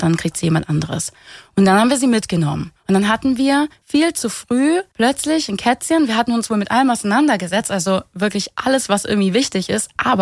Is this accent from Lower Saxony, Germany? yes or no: no; Baden-Württemberg, Germany; Wir kommen aus der Nähe von Stuttgart